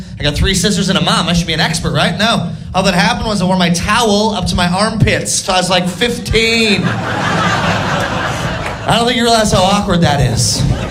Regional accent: Midwest, United States; I grew up in the Midwest

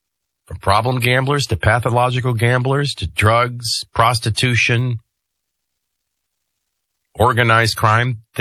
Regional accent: New Orleans, Louisiana, United States; People would always say, what was it like growing up in New Orleans? Well, if everybody came to your town to live a debaucherous, sinful few days and throw up on your streets and urinate on your streets, that's what it's like.

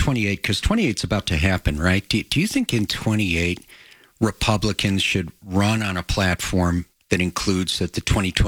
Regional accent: Chicago, Illinois, United States; But of course, I grew up in Chicago. My dad, a cop there for 30 years. We were Bear fans.

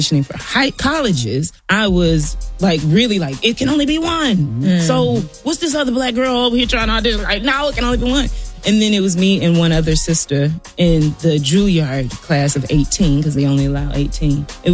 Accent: South Carolina, United States; she looked in the playbill and saw that I was from South Carolina

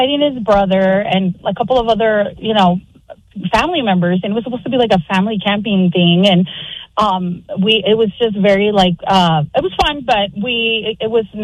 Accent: Arizona, United States; You're from California. And I'm from Arizona.

